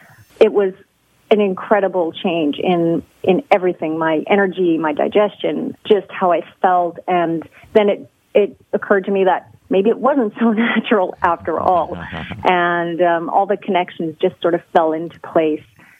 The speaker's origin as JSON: {"language": "English", "region": "Newfoundland and Labrador", "country": "Canada", "tie": "born or raised there", "said": "I also grew up in a very small town in Canada. I grew up in Newfoundland, and there just was not much available there."}